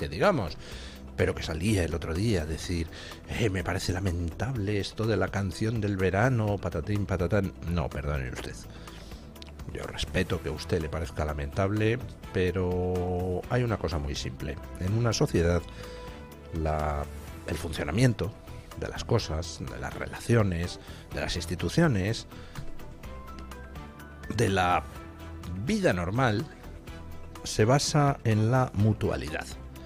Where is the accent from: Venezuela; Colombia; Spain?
Spain